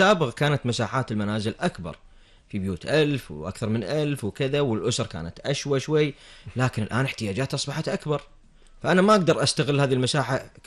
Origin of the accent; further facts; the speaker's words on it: Kuwait; خصوصا عندنا بالكويت لما يكون الشمس حارة جدا